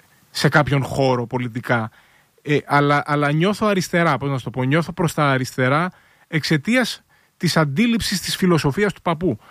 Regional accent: Greece; νιώθω ως Έλληνας πολίτης ότι νιώθω ότι ζω σε μια χώρα που πνίγομαι.

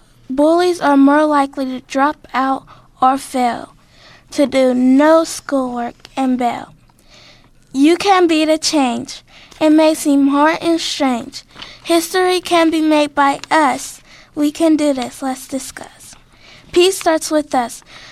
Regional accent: Pennsylvania, United States; now in Wilkinsburg, United States; I'm from the South Side, but currently I live in Wilkinsburg.

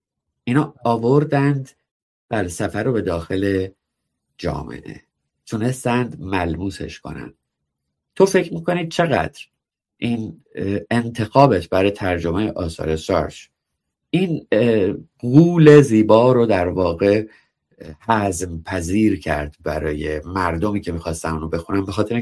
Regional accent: Iran; moved away; چون من 20 سال پیش از ایران اومدم بیرون

